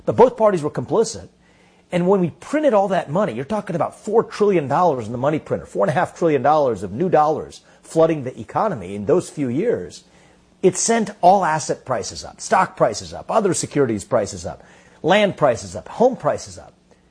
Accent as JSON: {"language": "English", "town": "Cincinnati", "region": "Ohio", "country": "United States", "tie": "born or raised there", "said": "including in places like my hometown of Cincinnati"}